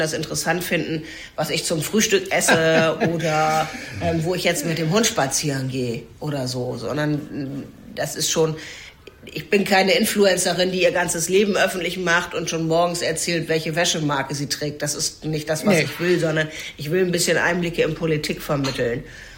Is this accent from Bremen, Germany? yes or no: yes; Bremen, Germany; Ich komme aus Bremen, auch ganz ursprünglich.